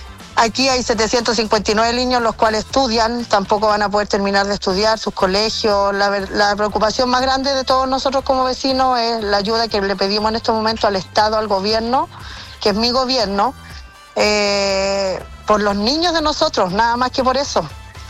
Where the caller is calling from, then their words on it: Chile; Como chilena que soy y vivo acá.